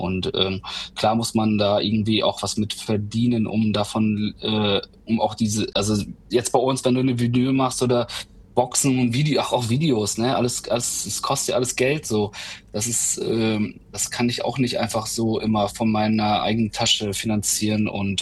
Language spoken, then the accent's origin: German; Hörstel, North Rhine-Westphalia, Germany; moved away as an adult; now in Osnabrück, Germany; Genau, ich komme ursprünglich aus Hörste. Das ist ein kleines Dorf in Kreis Steinfurt in NRW. Und da komme ich ursprünglich her. Ich bin vor 19 Jahren nach Osnabrück gezogen.